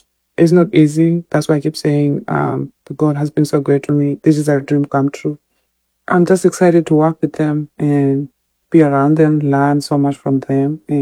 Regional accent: Ushagro, Kakamega County, Kenya; I'm from Ushagro. Kakamega, Harambee, Mukwea.

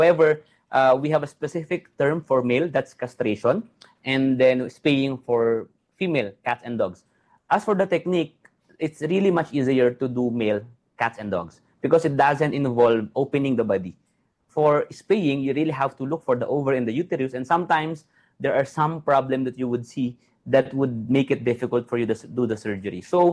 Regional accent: Gapan, Central Luzon, Philippines; We have one clinic in my hometown that's in Gapan City, Nueva Ecija.

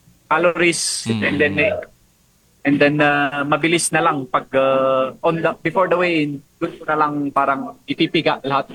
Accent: Cordillera Administrative Region, Philippines; pride naman ako na nire-represent yung Pilipinas bilang isang Pinoy, and lalong-lalo na dito sa amin as sa Cordiller

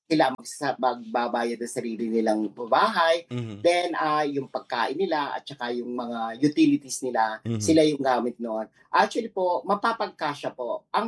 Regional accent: Lemery, Calabarzon, Philippines; Taga Lemery, Batangas po.

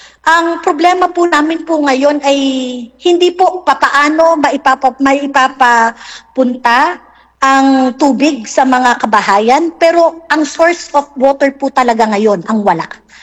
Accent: Puerto Galera, Mimaropa, Philippines; sa amin po sa bayan namin

